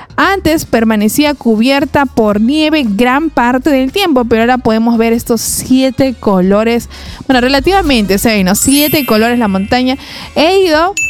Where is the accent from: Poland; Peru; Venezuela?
Peru; Trujillo, La Libertad; also born or lived in Pisco; Yo nací en Pisco, pero no he vivido en Pisco, o sea, no recuerdo absolutamente nada. Tenía meses cuando me llevaron para Trujillo. Pero toda mi familia es del norte, es de Trujillo, de Chimbote.